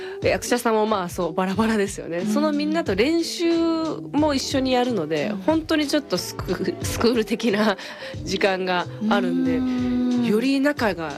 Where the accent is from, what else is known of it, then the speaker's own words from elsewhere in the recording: Kansai, Japan; で私関西出身なんですけど、はいはい、関西の方だと、うん、ブリの若い時代